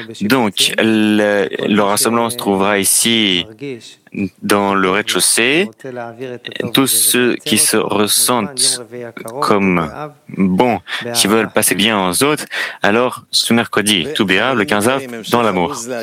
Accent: Israel

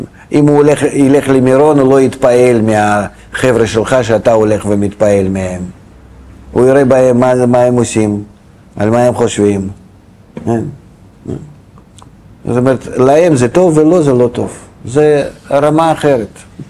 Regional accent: Beersheba, Southern District, Israel; עממי, לא אז מה, אני מגיע מבאר שבע, כדי יודע

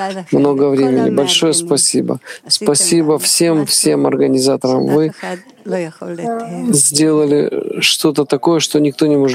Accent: Israel; Я из Израиля. 50 лет я в стране

